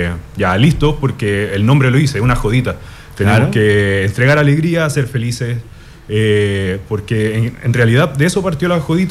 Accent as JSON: {"language": "Spanish", "town": "Machalí", "region": "O'Higgins", "country": "Chile", "said": "Somos de Machalí"}